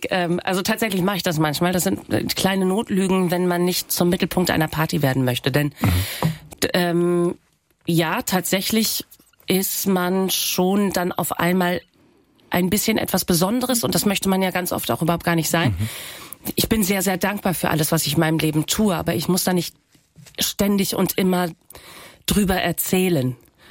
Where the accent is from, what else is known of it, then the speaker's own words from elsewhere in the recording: Oldenburg, Lower Saxony, Germany; Das war mal ganz spannend, weil ich bin in Oldenburg zur Schule gegangen. Und auch in Oldenburg spricht man ein anderes Platt als in Ostfriesland. Eigentlich spricht man überall ein anderes Platt. Und dann musste ich immer vorher sagen, Moin … ich prout auch Platt.